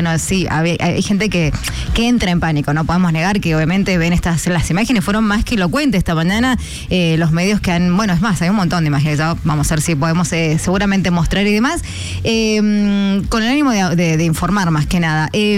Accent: Mendoza, Argentina; yo lo recomiendo como buena mendocina

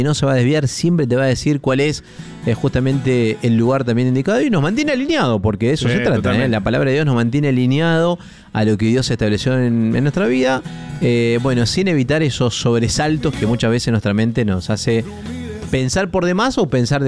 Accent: Argentina

